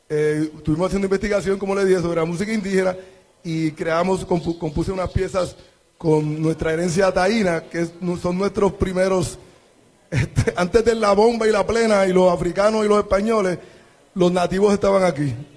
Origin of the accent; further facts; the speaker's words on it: Loíza, Puerto Rico; Estoy súper super contento de poder tocar en mi pueblo, celebrar con mi gente y toda la gente que me sigue también.